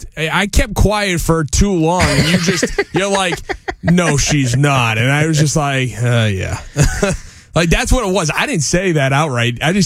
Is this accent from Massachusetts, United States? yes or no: yes; Boston, Massachusetts, United States; moved away; I'm from Boston. I grew up a Red Sox fan.